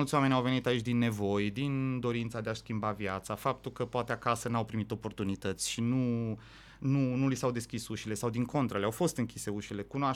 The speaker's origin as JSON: {"language": "Romanian", "country": "Romania", "said": "Eu care vin din România"}